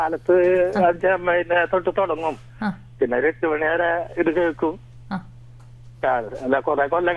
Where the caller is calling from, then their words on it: Peringottukara, Kerala, India; Peringottukara. Kizhakkumuri.